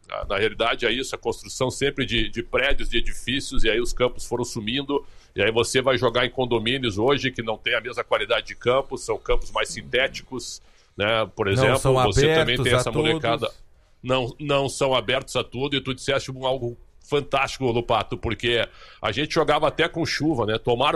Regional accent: Porto Alegre, Rio Grande do Sul, Brazil; also born or lived in São Paulo; Nós que somos de Porto Alegre, né Paula? Eu joguei na várzea de Porto Alegre

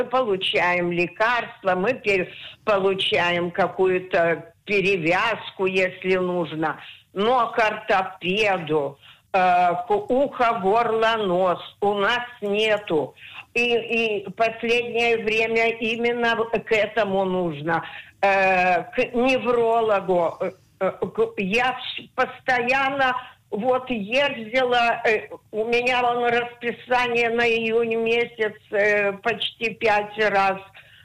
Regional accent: Ashkelon, Southern District, Israel; now in Beit Avot, Israel; из Ашкелона. Мне 89,5 лет. Я живу в Бейт-Авоте.

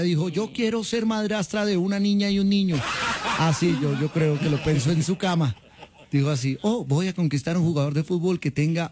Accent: Colombia

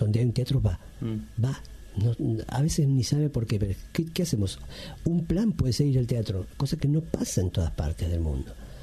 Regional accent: Argentina; mientras en mi casa me criaba en la cultura andina, porque yo soy argentino, mis padres son bolivianos

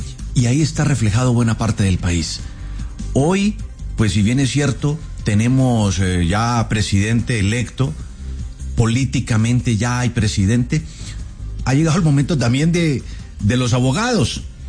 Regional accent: Colombia

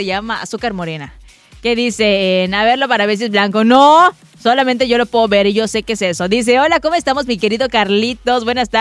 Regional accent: Yucatán, Mexico; Yo soy una mala yucateca

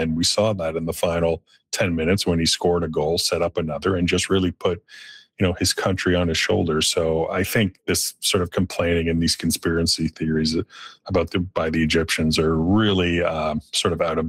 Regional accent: Canada; You know, and obviously as a Canadian, I think Canada's game against Bosnia and Herzegovina in Toronto

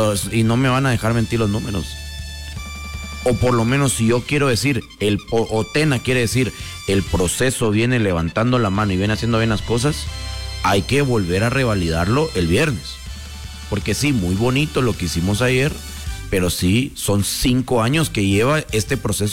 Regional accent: Guatemala; Hoy ya como guatemalteco me toca ver Surinam.

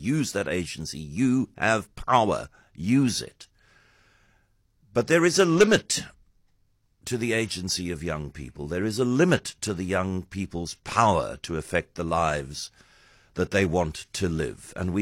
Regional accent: South Africa; as a South African citizen who wants the best for this country and its people

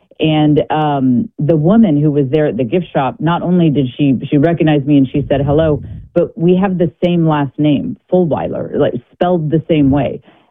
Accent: Austin, Texas, United States; I mean, I'm from Austin, Texas. I don't have any connection with Green Bay

